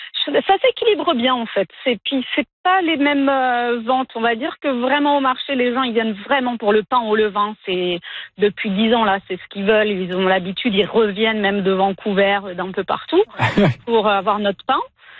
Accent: France; moved away as an adult; now in British Columbia, Canada; On est arrivé de France, le temps qu'on prenne nos marques, c'est une nouvelle vie, nouvelle culture. On est en BC, hein, donc c'est vraiment anglophone.

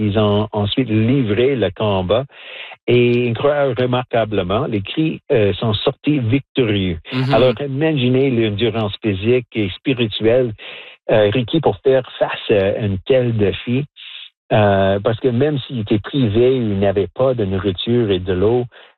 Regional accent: Saskatchewan, Canada; French is a second language; je viens de Saskatchewan, d'une Première Nation, et très peu de Français là-bas dans les plaines, plus à Winnipeg, mais moins en Saskatchewan. Et j'ai pris pas mal de mon français quand j'étais dans l'armée à 22 ans.

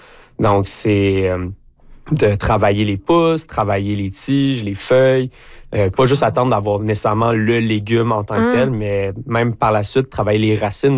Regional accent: Gatineau, Quebec, Canada; Moi, à la base, je suis de Gatineau

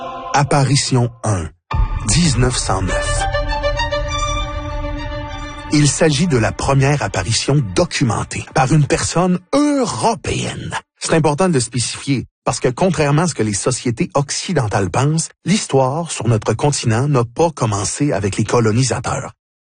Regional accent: Terrebonne, Quebec, Canada; Excusez pour la prononciation, là, je viens de Terrebonne.

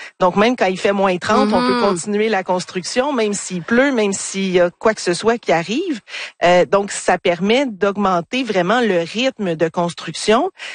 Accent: Quebec, Canada; La machine qui est installée chez nous en Abitibi

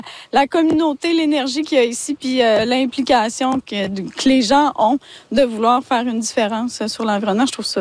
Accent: Lévis, Quebec, Canada; moved away as an adult; now in Saint-Michel-de-Bellechasse, Canada; Je suis originaire de Lévis, plus du coin de Saint-Nicolas.

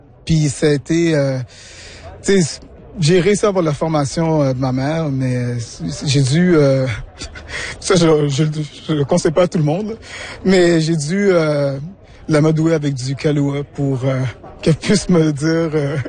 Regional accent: Quebec, Canada; Donc puisque je suis québécois d'origine haïtienne, je trouvais intéressant de me mettre dedans

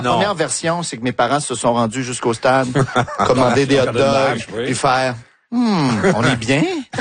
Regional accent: Quebec City, Quebec, Canada; Moi, je viens de Québec, en fait.

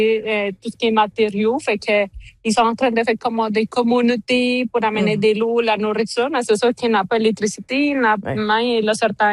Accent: Colombia; moved away; Ça fait 22 ans que je suis sortie de la Colombie.

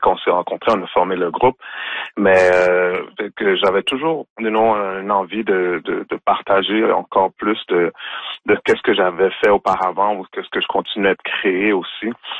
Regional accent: Montreal, Quebec, Canada; born there; also born or lived in Haiti; moi, quand je suis né à Montréal, par exemple, d'Haïti, puis j'ai appris le créole au Québec. Donc, créole haïtien, je l'ai appris au Québec. Donc, j'ai pas appris en Haïti.

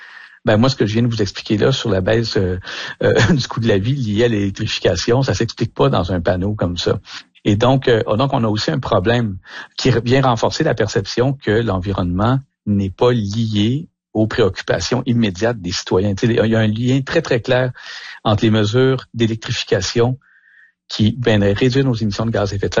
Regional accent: Canada; mais aussi chez nous au Canada

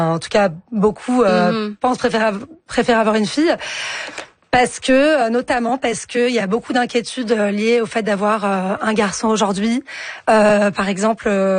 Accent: France; C'est vrai que chez nous, en France ou comme vous le disiez au Canada, c'est pas possible.

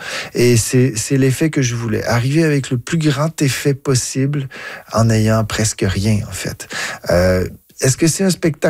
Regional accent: Ottawa, Ontario, Canada; J'ai grandi à Ottawa et j'ai vu les Franco-Ontariens se battre pour garder un hôpital francophone

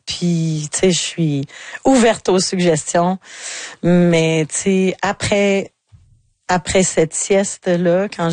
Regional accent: Quebec, Canada; puis chez nous, dans le Bas-Saint-Laurent, tu sais, avec le vieux théâtre de Saint-Fabien, avec le théâtre du Bic

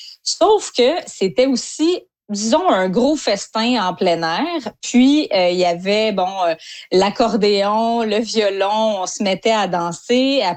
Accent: Saint-Guillaume, Quebec, Canada; Moi, je viens de Saint-Guillaume, au centre du Québec.

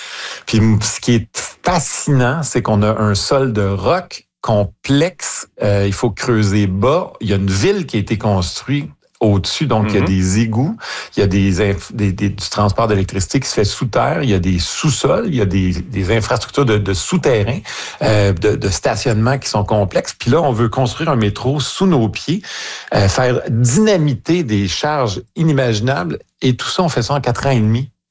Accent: Montreal, Quebec, Canada; ouais, chez nous à Montréal, c'est le maire Sarto Fournier qui est le maire de Montréal.

